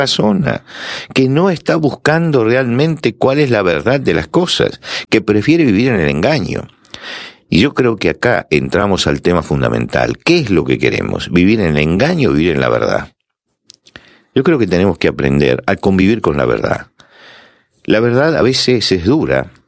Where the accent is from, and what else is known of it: Argentina